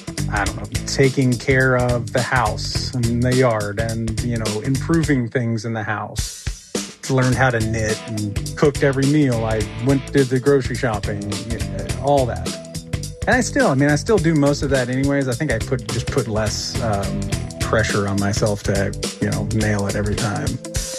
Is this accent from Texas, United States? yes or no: yes; Texas, United States; we are originally from Texas, and that's where I was a firefighter.